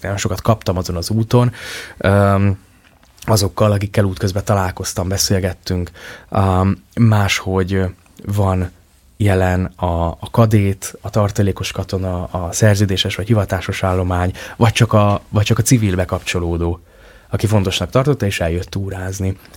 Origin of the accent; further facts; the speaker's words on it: Sopron, Győr-Moson-Sopron, Hungary; én soproni vagyok